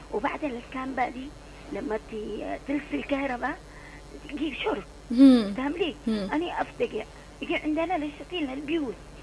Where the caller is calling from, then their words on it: Aden, Yemen; في عندنا في عدن